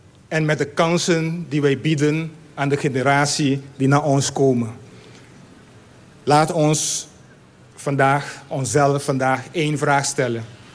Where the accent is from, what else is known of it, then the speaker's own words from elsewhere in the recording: Rincon, Bonaire, Caribbean Netherlands; born there; first language Papiamento; Dutch is a second language; Rincon. Het dorp waar ik ben geboren.